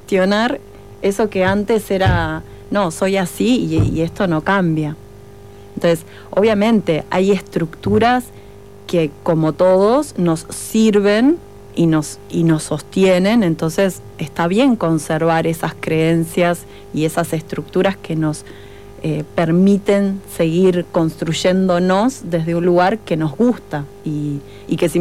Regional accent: Montevideo, Uruguay; empecé Montevideo, yo que vengo de Montevideo, también era mucha la tristeza.

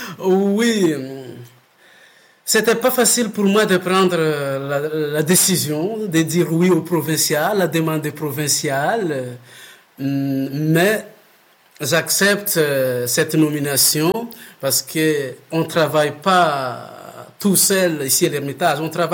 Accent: Madagascar; moved away as an adult; now in Lac-Bouchette, Canada; Dans ma région, à Madagascar, où je viens du nord-est de Madagascar

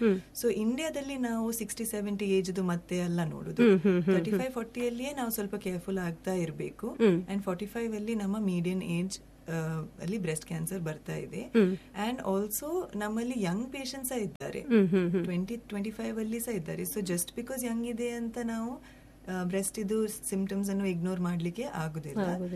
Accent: Mangalore, Karnataka, India; born there; also born or lived in Mumbai; ನಾನು ಮ್ಯಾಂಗ್ಳೂರಿನೇ. ನನ್ನ ಪಪ್ಪ ಮಲಯಾಳಿ ಮ್ಯಾಂಗ್ಳೂರ್ ಕೇರಳದಿಂದ, ನನ್ನ ಮಮ್ಮಿ ಮ್ಯಾಂಗ್ಳೂರಿಂದಲೇ.

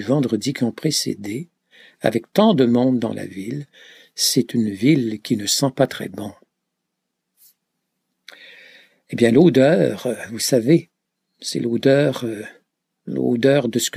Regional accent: Quebec, Canada; Moi je viens, en tout cas, du Québec.

